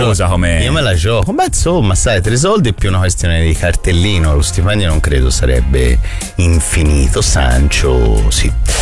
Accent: Florence, Tuscany, Italy; Io sono fiorentino, non mi stanno simpatici.

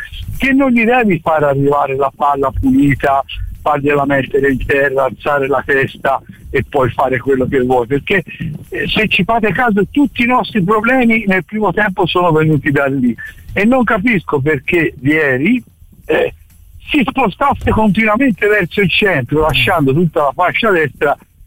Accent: Fucecchio, Tuscany, Italy; Siccome io sono di Pucecchio

